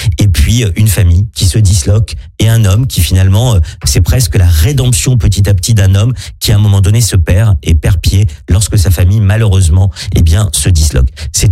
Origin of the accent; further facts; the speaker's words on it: France; en tant que Français juif